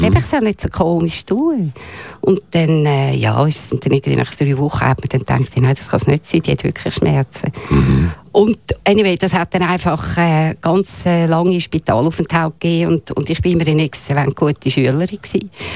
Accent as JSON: {"language": "German", "region": "Uri", "country": "Switzerland", "tie": "born or raised there", "said": "Ich bin gebürtige Urnerin, also ich sage immer, ich bin Urnerin, ich bin Urgrosskind von Wilhelm Tell"}